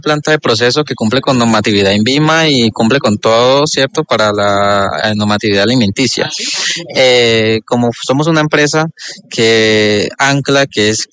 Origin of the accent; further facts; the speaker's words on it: El Bagre, Antioquia, Colombia; yo vengo del municipio del Bagre, Antioquia, Bajo Cauca antioqueño